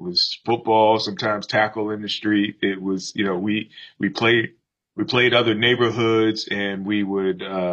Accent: Hampton, Virginia, United States; I grew up in Hampton, Virginia, and spent the younger part of my life living in the Phoebus area of Hampton, where everything we played on the street.

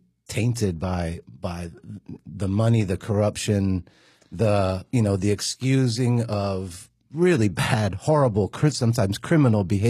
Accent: Pennsylvania, United States; I grew up in Central PA, and my had deep roots at Penn State.

